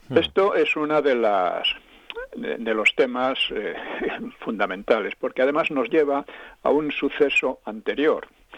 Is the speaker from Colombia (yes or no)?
no; Spain; a nosotros como españoles